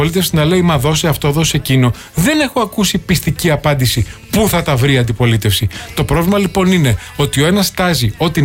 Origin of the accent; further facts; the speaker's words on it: Greece; σαν Έλληνας πολίτης.